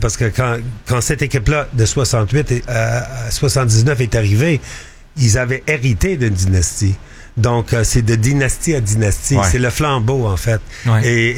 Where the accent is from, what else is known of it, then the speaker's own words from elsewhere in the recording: Montreal, Quebec, Canada; mais je suis un athlète. Je suis Montréalais, j'adore le sport, je suis joueur de hockey.